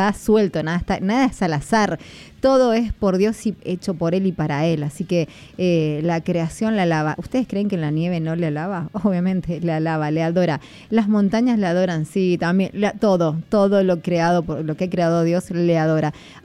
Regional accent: Mendoza, Argentina; como mendocinos que somos y anfitriones de esta linda tierra

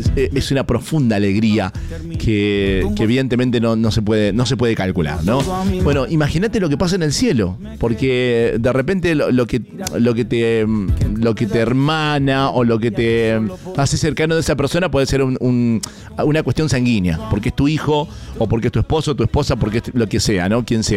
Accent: Mendoza, Argentina; nosotros como mendocinos

